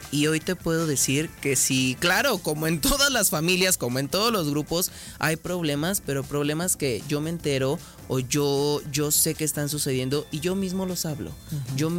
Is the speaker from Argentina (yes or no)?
no; Aguascalientes, Mexico; el folclórico de mi tierra, aguascalentense